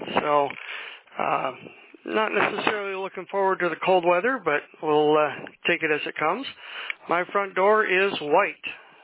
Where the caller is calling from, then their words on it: Queensbury, New York, United States; Beautiful Queensbury, New York.